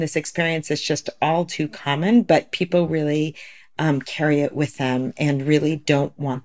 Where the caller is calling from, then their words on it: California, United States; I'm calling in from the Bay Area.